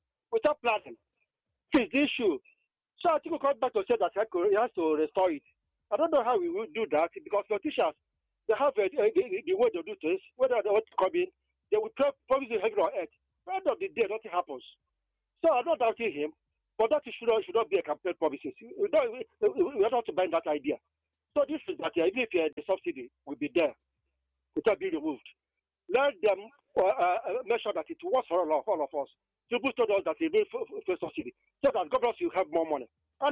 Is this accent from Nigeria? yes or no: yes; Obunka, Anambra, Nigeria; I come from Obunka in Anambra State.